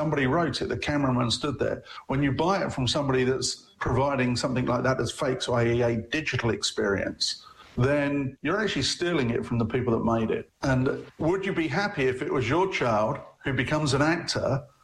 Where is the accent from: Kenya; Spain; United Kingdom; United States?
United Kingdom; England